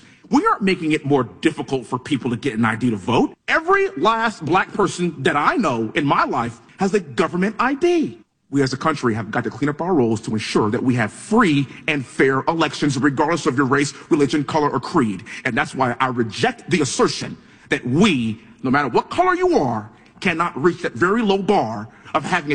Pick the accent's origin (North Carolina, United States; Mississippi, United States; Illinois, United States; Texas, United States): Texas, United States; Well, in my home state of Texas, we just removed thousands of non-citizens from voter rolls.